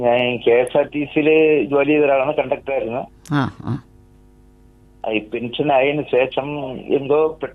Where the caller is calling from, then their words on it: Nedumangad, Kerala, India; എൻ്റെ സ്ഥലം നടമങ്ങാട്.